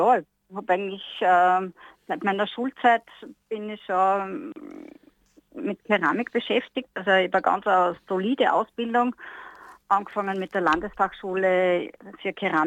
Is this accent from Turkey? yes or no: no; Lower Austria, Austria; habe Wurzeln nach Holland. Mhm. Ja, bin aber geboren, gefüttert und aufgewachsen da im Waldviertel.